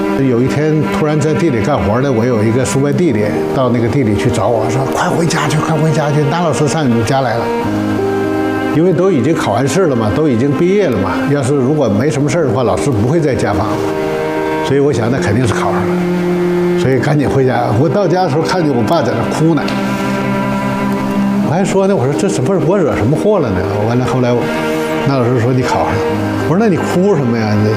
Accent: Yitong County, Jilin, China; moved away as an adult; 我是1960年出生的，在我们吉林省义通县大沽山镇的一个乡村，祖祖辈辈都是以农业生产为生的。

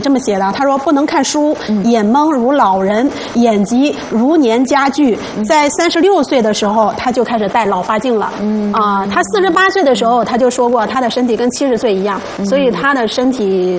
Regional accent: Hunan, China; 曾国藩是我们湖南人

